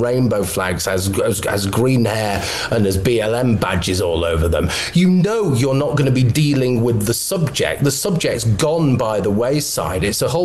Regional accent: Manchester, North West England, United Kingdom

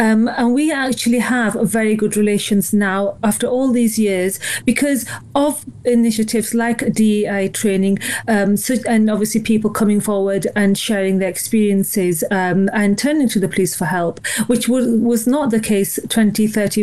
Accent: Keighley, Yorkshire and the Humber, United Kingdom; because I am from West Yorkshire, I live in Keighley

